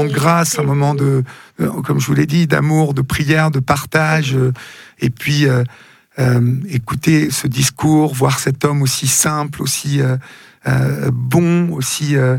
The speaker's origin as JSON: {"language": "French", "town": "Paris", "region": "Île-de-France", "country": "France"}